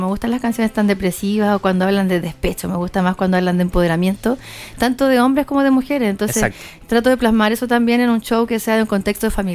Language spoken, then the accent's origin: Spanish; Quillota, Valparaíso, Chile; empecé en Quillota, en mi ciudad natal, en eventos de la zona, eventos locales.